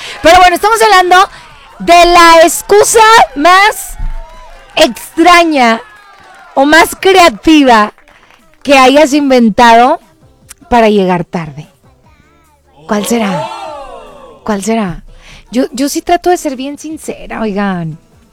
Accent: Mexico; Eso es algo que nos distingue siendo mexicanos.

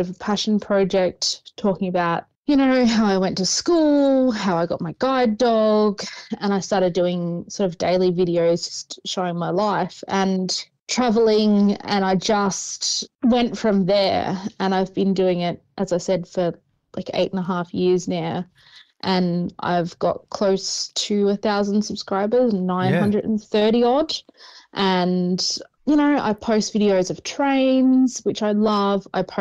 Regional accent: Kyneton, Victoria, Australia; moved away as an adult; also born or lived in Mildura; my hometown of Kyneton, where I had grown up.

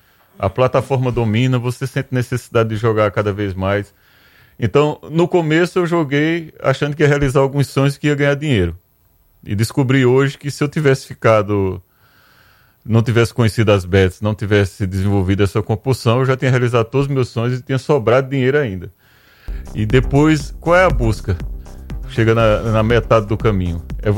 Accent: Maceió, Alagoas, Brazil; moved away as an adult; also born or lived in Goiás; now in Maceió, Brazil; eu sou servidor público federal lá em Goiás, sou daqui de Maceió, mas sou em Goiás, aí voltei para Maceió para me tratar

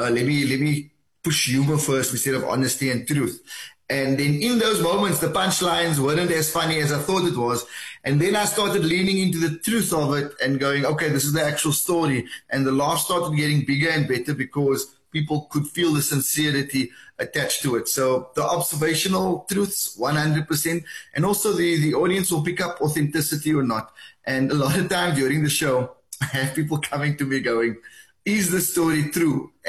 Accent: South Africa

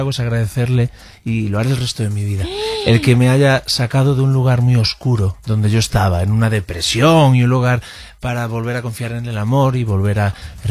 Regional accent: Galicia, Spain; first language Galician; Sí, Galicia, ajá, soy gallego.

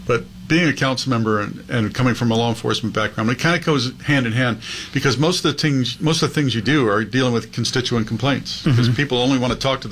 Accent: Simi Valley, California, United States; I was born and raised in Simi Valley.

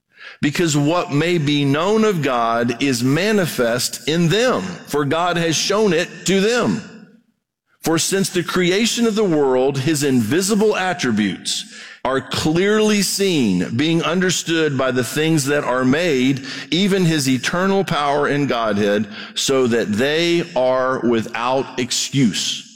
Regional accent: Brazil; I grew up in Brazil, mission field.

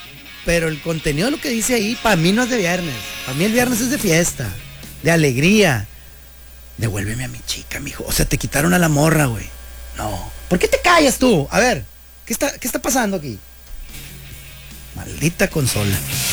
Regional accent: Mexico

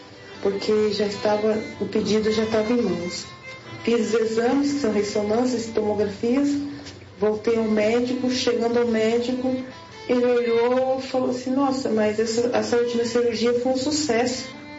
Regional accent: São José dos Campos, São Paulo, Brazil; sou da cidade de São José dos Campos

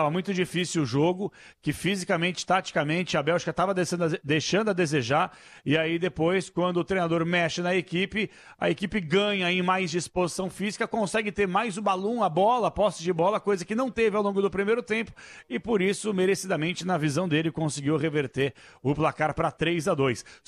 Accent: Uberaba, Minas Gerais, Brazil; Um abraço pro Manuel em Uberaba, minha terra.

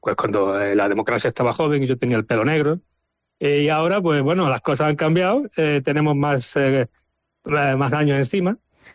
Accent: Algeciras, Andalusia, Spain; moved away as an adult; now in United States; yo soy uno de tantos algecireños en el exilio, ¿no? Que llevo ya 30 años en Estados Unidos, así que para mí volver a mi tierra es fantástico

